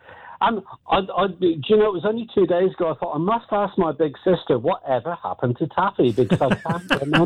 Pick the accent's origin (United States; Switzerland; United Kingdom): United Kingdom; now in Blenheim, New Zealand; I grew up on the Welsh border.